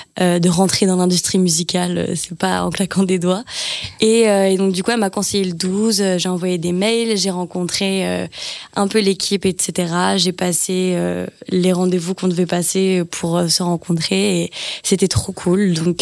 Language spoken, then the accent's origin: French; Champigny-sur-Marne, Île-de-France, France; Je suis originaire du 9-4, par contre. Je viens de Champigny-sur-Marne. Donc, c'est une autre banlieue de Paris.